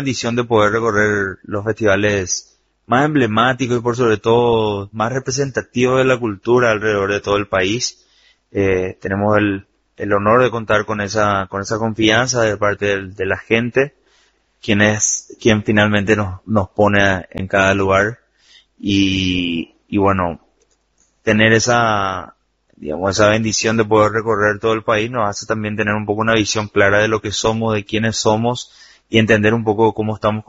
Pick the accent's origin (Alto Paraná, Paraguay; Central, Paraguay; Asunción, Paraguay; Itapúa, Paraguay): Central, Paraguay; San Lorenzo; soy de la ciudad de San Lorenzo, nacido y criado en San Lorenzo